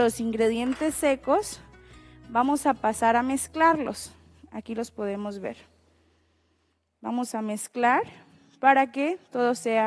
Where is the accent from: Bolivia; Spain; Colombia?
Colombia; soy colombiana